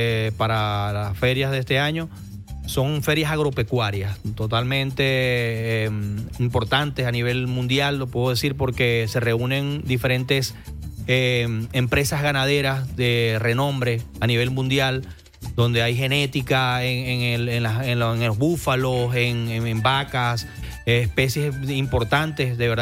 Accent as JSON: {"language": "Spanish", "region": "Zulia", "country": "Venezuela", "said": "nuestra zona sur del lago"}